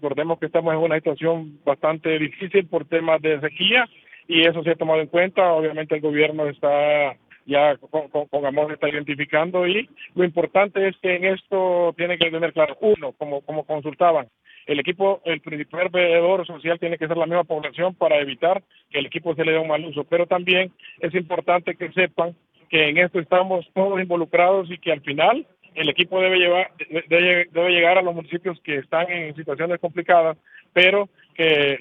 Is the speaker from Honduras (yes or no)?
yes; Honduras; aquí todos somos hondureños y todos tienen derecho